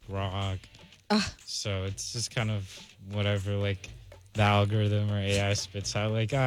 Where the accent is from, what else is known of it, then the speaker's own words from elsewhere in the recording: Pittsburgh, Pennsylvania, United States; I grew up in Pittsburgh.